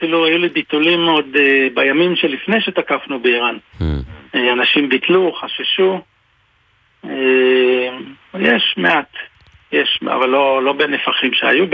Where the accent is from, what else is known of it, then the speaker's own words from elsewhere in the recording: Neot Golan, Northern District, Israel; אבל אני גדלתי פה, זה גם לא כזה